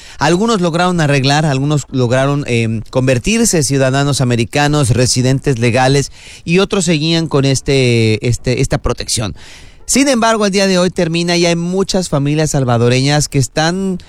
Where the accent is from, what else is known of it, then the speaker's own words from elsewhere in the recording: Mexico; now in Los Angeles, United States; aunque somos mexicanos, crecimos también de alguna manera muy cerca a la comunidad salvadoreña, sobre todo aquí en Estados Unidos, en Los Ángeles, ni se diga, en el Valle de San Fernando.